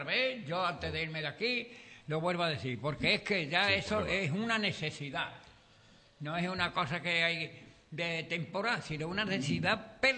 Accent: Andalusia, Spain; Yo como andaluz no sabe.

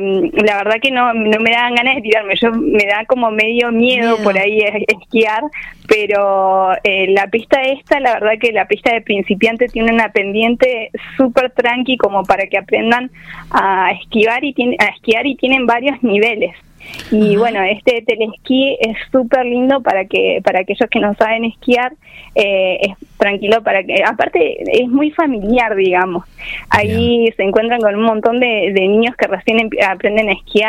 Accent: Río Turbio, Santa Cruz, Argentina; un orgullo para mí representar también mi pueblito, mi pueblo, mi ciudad

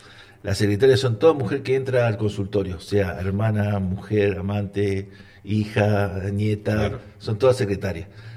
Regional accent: Neuquén, Argentina; acá 2010 vengo. Soy originado de Curralcoso.

